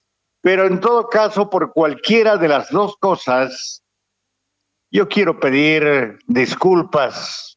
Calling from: Tarija, Bolivia; nuestro querido terruño, nuestra querida Tarija, Tarija, Tarija.

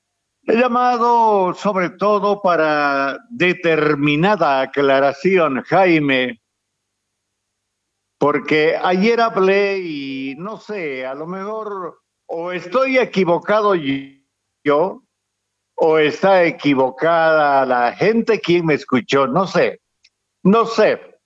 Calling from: Tarija, Bolivia; nuestro querido terruño, nuestra querida Tarija, Tarija, Tarija.

